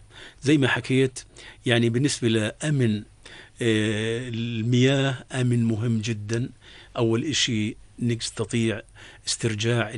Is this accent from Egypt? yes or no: no; Jordan